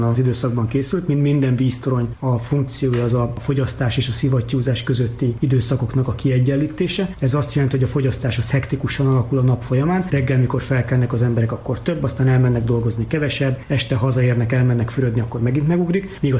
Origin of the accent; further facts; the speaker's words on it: Siófok, Somogy, Hungary; moved away as an adult; now in Debrecen, Hungary; én Siófokról származom, korábban az ott lévő vízműnél dolgoztam